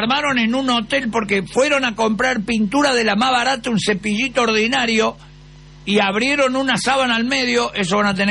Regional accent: Argentina

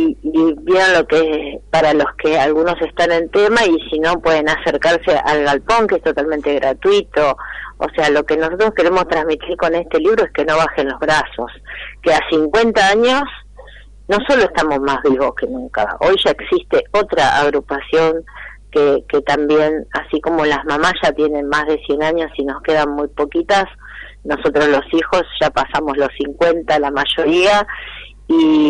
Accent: General Rodríguez, Buenos Aires Province, Argentina; yo en mi caso soy hija de General Rodríguez

